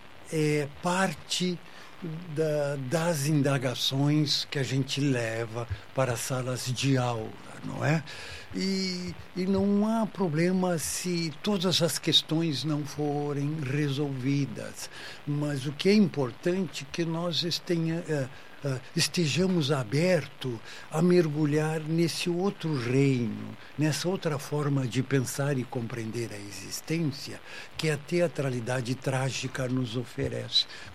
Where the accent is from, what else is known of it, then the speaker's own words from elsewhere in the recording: Brazil; nós, enquanto brasileiros